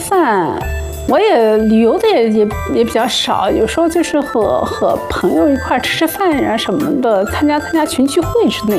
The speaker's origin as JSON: {"language": "Chinese", "region": "Xinjiang", "country": "China", "tie": "born or raised there", "moved": "as an adult", "lives_now": "Beijing, China", "said": "因为我原来不在北京长大，我在新疆长大的，我妈我爸都到新疆工作，都是北京人，后来我在新疆工作两年，户口就回来了，我就从新疆回来了"}